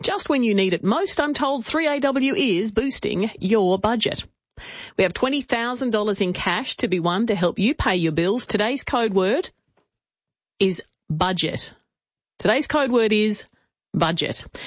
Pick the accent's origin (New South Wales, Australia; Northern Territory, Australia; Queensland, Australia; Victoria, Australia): Queensland, Australia; moved away; That's why I don't live in Queensland. I mean, I grew up in Queensland.